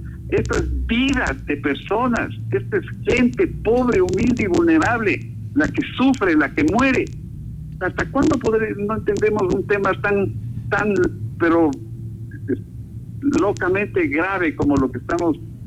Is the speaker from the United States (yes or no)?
no; Ecuador; a mi pueblo, al pueblo ecuatoriano